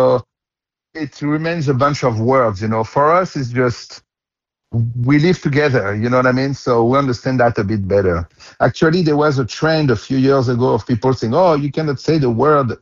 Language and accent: English; Fontainebleau, Île-de-France, France; English is a second language; moved away; I'm from Fontainebleau. So for me, it's my roots. And I grew up among the gypsies